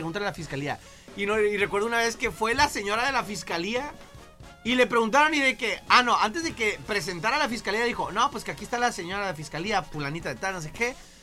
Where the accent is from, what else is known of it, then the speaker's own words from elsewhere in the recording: Mexico; yo, siendo mexicano